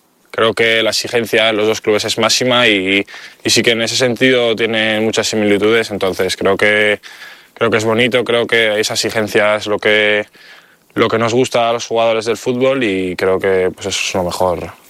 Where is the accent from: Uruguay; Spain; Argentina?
Spain; León, Castile and León; Sí, yo soy de León y siempre que puedo pues me gusta ir allí, me siento como en casa, me siento un niño